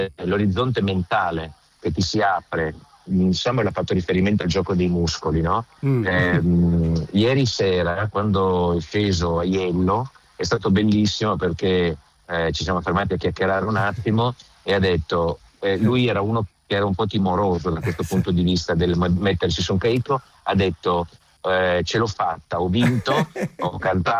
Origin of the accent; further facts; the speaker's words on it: Trieste, Friuli-Venezia Giulia, Italy; moved away as an adult; now in Milan, Italy; Io sono triestino, nato sull'acqua, cresciuto sull'acqua e vissuto sull'acqua. Poi, per ragioni professionali, sono finito a Milano e il mare per me è l'ambiente più naturale che esista.